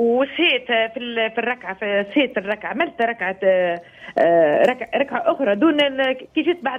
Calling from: Sousse, Sousse Governorate, Tunisia

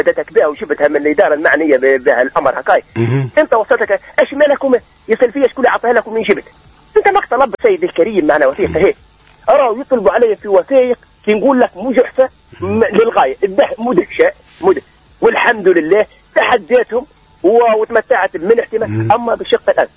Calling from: Tunisia; أنا كمواطن تونسي

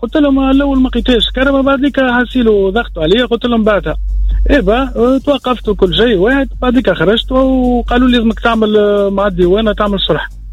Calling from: Sfax, Sfax Governorate, Tunisia

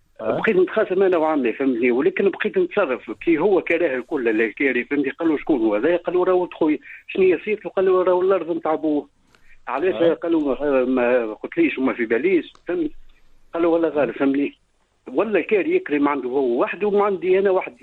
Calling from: Béja, Tunisia; من البيجه.

